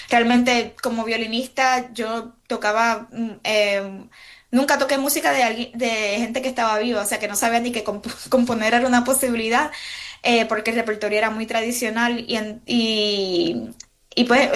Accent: Puerto Rico; now in Brooklyn, New York, United States; Yo soy radicada ahora mismo en Brooklyn, Nueva York, pero nací y crecí en Puerto Rico y voy mucho a la isla

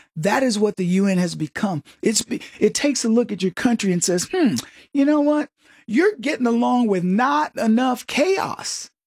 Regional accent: United States; As an American

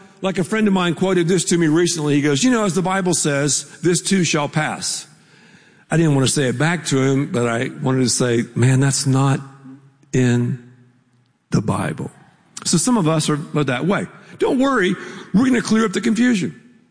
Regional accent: Texas, United States

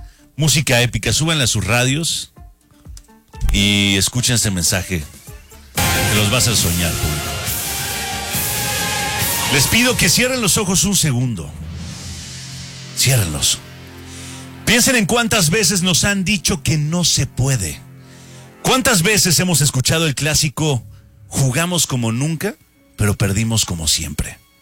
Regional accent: Mexico; Somos lo máximo mexicanos.

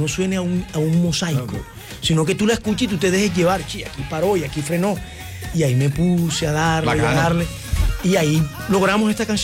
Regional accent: Santa Marta, Magdalena, Colombia; also born or lived in Aracataca, Magdalena; Yo soy de Aracataca, Magdalena, pero de los 4 años vivo en Santa Marta.

